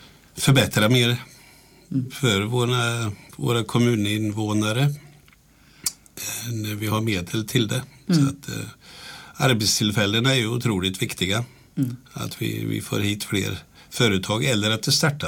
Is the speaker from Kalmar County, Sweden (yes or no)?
yes; Vimmerby, Kalmar County, Sweden; Ja, det, jag kommer ju, jag är ju född och uppvuxen i Vimmerby.